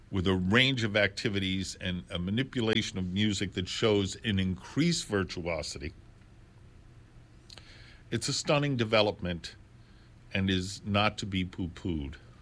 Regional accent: New York City, New York, United States; in our fair city, the Big Apple, New York City, you'll forgive me for praising my hometown

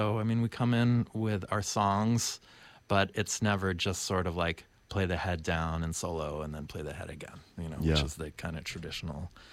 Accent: United States; I'm an American Jew

